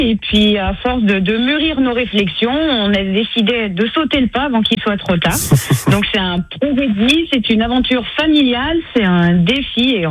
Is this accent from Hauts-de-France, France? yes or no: no; Saint-Étienne, Auvergne-Rhône-Alpes, France; moved away as an adult; now in Détrier, France; On est stéphanois, on vient de la région stéphanoise.